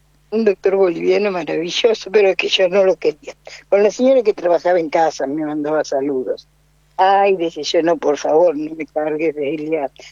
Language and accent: Spanish; Chacabuco, Buenos Aires Province, Argentina; A vos te voy a notar, soy de Chacabuco.